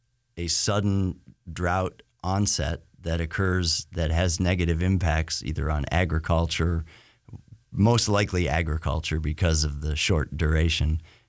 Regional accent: Northeast, United States; moved away; originally I used to be most fascinated with snowstorms growing up in the Northeast

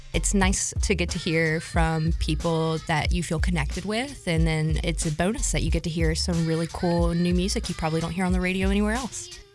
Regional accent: Baton Rouge, Louisiana, United States; I'm from Baton Rouge, Louisiana, and I'm the marketing manager for the Orion Amphitheater.

